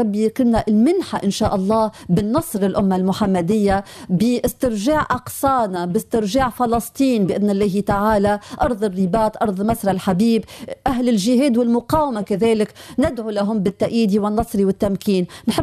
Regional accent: Tunisia; accent: Tunisian; خلي نقولها بلهجتنا التونسية

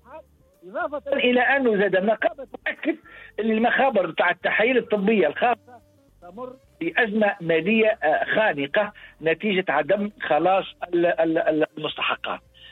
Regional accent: Tunisia; أنا كمواطن تونسي

